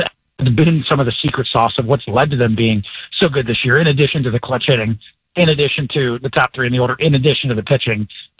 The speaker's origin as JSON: {"language": "English", "town": "Miami", "region": "Florida", "country": "United States", "said": "I am from Miami"}